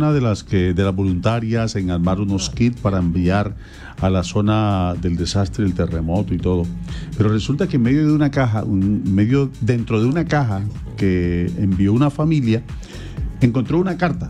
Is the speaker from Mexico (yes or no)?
no; Colombia; en estos momentos sabemos que todos somos hermanos, somos colombianos. Nos une el amor de patria.